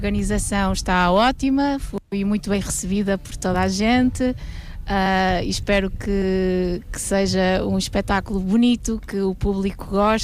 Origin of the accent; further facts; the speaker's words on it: Barcelos, Norte, Portugal; eu sou de Barcelos, não há uma história de ouvir fado na família.